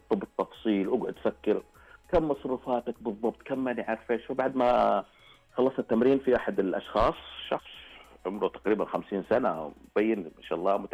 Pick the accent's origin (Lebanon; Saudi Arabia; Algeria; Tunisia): Saudi Arabia; إحنا كشعب سعودي